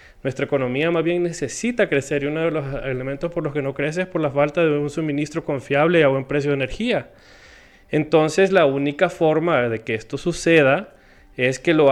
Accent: Honduras; mi invitación a la bancada de Libre como hondureño

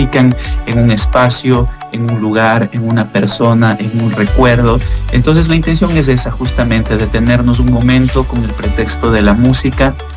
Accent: Ambato, Tungurahua, Ecuador; Yo soy de Ecuador, soy de Ambato, Ecuador.

